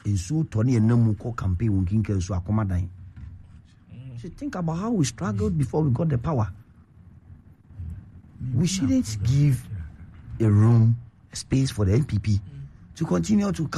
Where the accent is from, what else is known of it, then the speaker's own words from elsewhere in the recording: Ghana; the president is making sure that he's putting all measures in place for you and I to be okay as a Ghanaian.